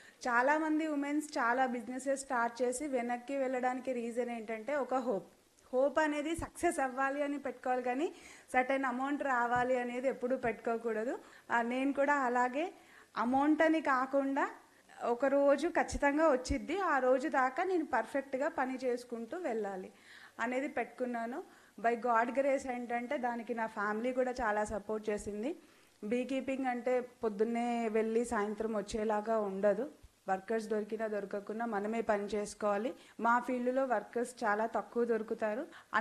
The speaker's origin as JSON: {"language": "Telugu", "town": "Karimnagar", "region": "Telangana", "country": "India", "said": "నేను కరీంనగర్ నుంచి వచ్చాను."}